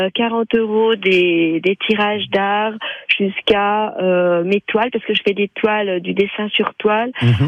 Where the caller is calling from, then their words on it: Bourgogne-Franche-Comté, France; En fait, je suis pas de l'Allier, je suis de la Saône-et-Loire.